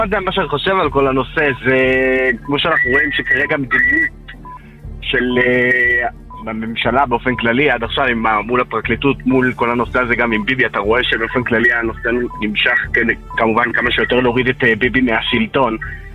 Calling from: Jerusalem, Jerusalem District, Israel

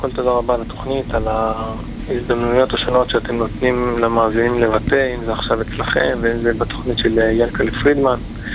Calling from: Northern Israel, Israel; מאזור הצפון.

